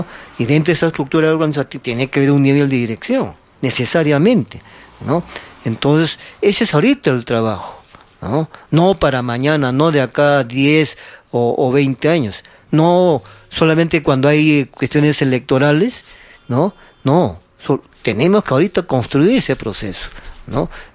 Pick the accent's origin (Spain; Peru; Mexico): Peru; nuestra historia como peruanos